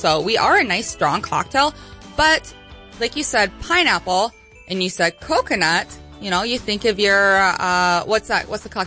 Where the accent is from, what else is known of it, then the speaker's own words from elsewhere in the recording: Fargo, North Dakota, United States; I am the state manager for Carbliss in North Dakota, South Dakota, and Nebraska, but I am local here from the Fargo-Moorhead area.